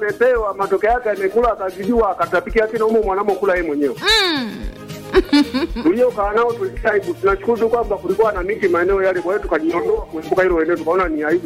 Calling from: Iringa, Tanzania; Natokea Iringa vijijini kabisa hapa.

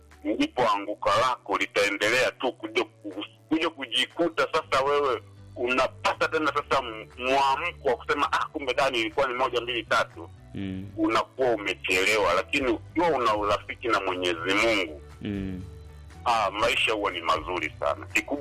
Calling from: Bunda, Mara, Tanzania; Mimi ni wa Bunda

